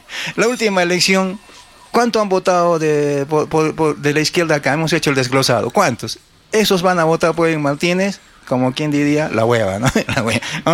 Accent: Arequipa, Peru; Como buen arequipeño que soy

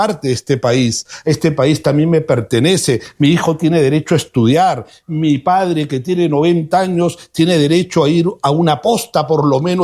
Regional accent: Lima, Peru; Eso me impedía notar que en mi país hay 10 millones de seres humanos pobres.

